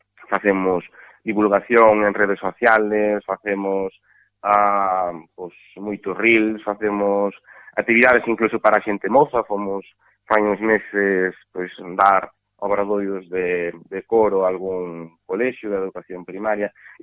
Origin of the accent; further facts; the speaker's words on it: Carballo, Galicia, Spain; eu son daqui, son de Carballo, e por iso además tamén fai moitísima ilusión dirixir … aquí en Carballo temos unha tradición moi grande de música tradicional galega